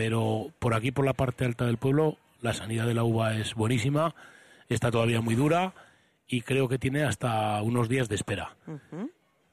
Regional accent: Kripan, Basque Country, Spain; que yo lo que tengo es mucho orgullo de la gente de mi pueblo, la he tenido siempre, pero la gente me lo demuestra cada vez más.

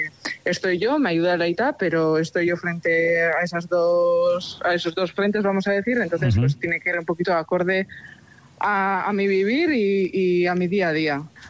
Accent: Hernani, Basque Country, Spain; soy de Hernani, del caserío Arriatu, y bueno, soy agricultora y ganadera.

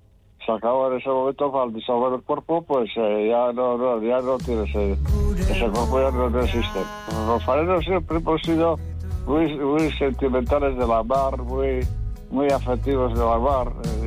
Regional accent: Basque Country, Spain; No, pues yo de Machichaco prácticamente nací en Machichaco. La casa pues estaba a 1,5 kilómetros, así.

